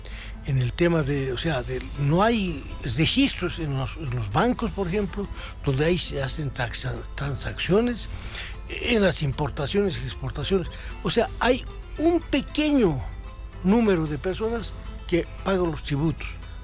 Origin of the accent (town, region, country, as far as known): Bolivia